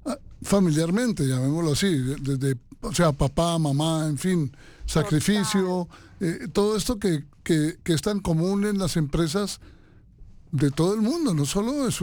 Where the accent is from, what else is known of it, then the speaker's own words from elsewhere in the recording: Bogotá, Bogotá Capital District, Colombia; moved away; yo soy bogotano, aunque ya no habito la ciudad porque no me la soporto.